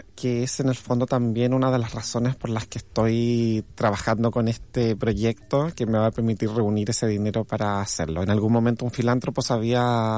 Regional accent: Valparaíso, Chile; born there; Nací en Valparaíso, Las personas que nacimos en Valparaíso nos hacemos llamar porteñas porque es el gran puerto de Chile, así que soy porteña también, pero de Chile.

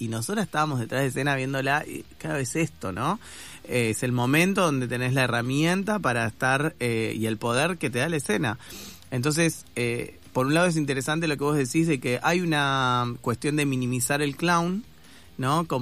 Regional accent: Hurlingham, Buenos Aires Province, Argentina; moved away; yo soy el conurbano de Zona Oeste, ahora me hago la transerrana, pero viví toda la vida en Hurlingham, y estudié en Morón

